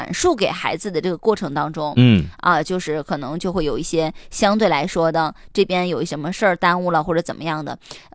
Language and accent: Chinese; Northeast China, China; 咱们东北人说话都相对来说比较直嘛，直来直去的性格